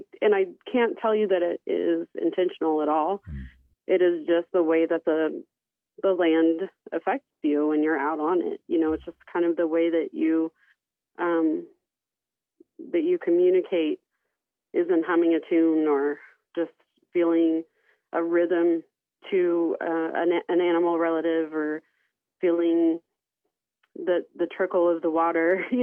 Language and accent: English; Oklahoma, United States; now in Flint Hills, Kansas, United States; I'm from Oklahoma, down at the Citizen Potawatomi Nation, south of Shawnee, Fire Lake.